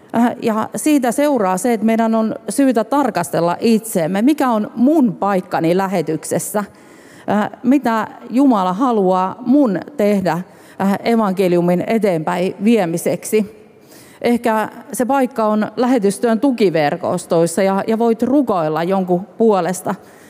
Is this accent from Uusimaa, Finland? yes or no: no; Ostrobothnia, Finland; mä kasvoin ruotsinkielisellä Pohjanmaalla. Erilaisten kirkkokuntien, seurakuntien ympäröimänä.